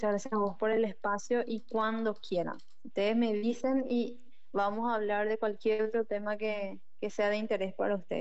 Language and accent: Spanish; Paraguay